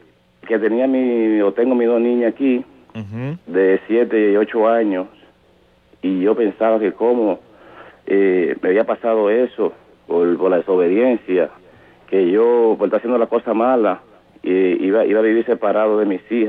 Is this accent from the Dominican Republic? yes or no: yes; Dominican Republic; also born or lived in New York City; now in United States; Yo vengo de la República Dominicana y viví unos 10 años en la ciudad de Nueva York.